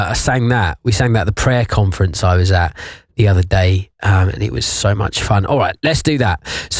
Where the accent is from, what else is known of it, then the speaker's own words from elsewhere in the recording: Ipswich, East of England, United Kingdom; now in London, United Kingdom; Where am I from? Well, I've lived all over. I would say I'm originally from Ipswich, if anyone knows where Ipswich is.